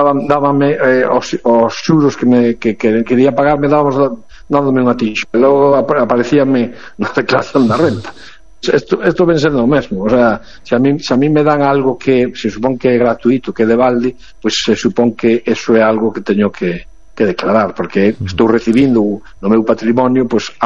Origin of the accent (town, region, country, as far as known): Lugo, Galicia, Spain